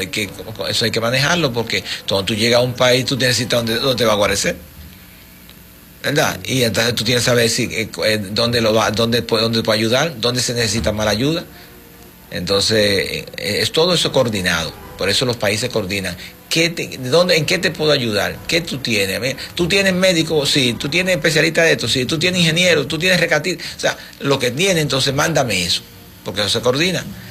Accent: Dominican Republic

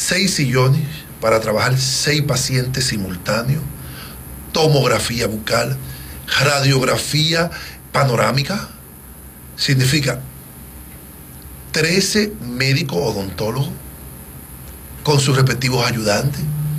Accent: Dominican Republic; volviéndonos, como decimos dominicanos, locos

